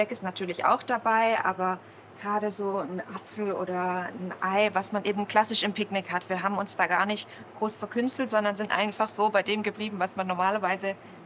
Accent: Stuttgart, Baden-Württemberg, Germany; ich bin selber in Ulbach aufgewachsen

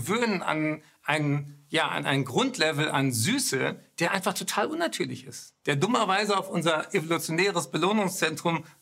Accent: Berlin, Germany; Ich bin ein Berliner Original

